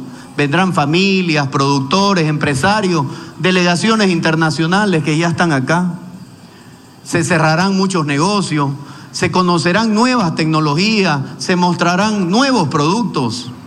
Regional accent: Bolivia; tenemos que ser conscientes que tenemos enormes oportunidades como bolivianos.

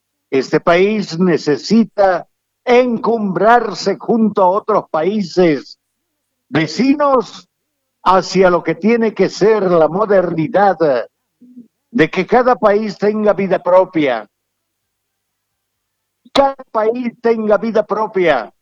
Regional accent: Santa Cruz, Bolivia; Y somos cruceños, los Cambas, a los que los collas no los quieren, a los Cambas.

